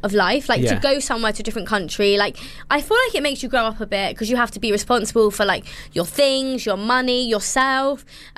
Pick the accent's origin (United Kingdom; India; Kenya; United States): India; Yeah, I think especially as an Indian woman, it's not really that common to go solo travelling.